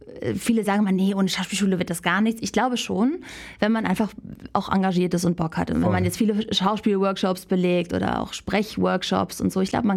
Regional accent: Northern Germany, Germany; Ich komme ja zum Beispiel aus dem Norden. Hat ganz lange das PF nicht existiert. Ich habe dann bei uns, wir sagen einfach Pferd.

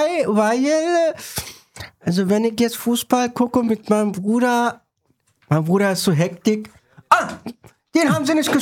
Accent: Turkey; Ich komme, Gott sei Dank, aus der Türkei.

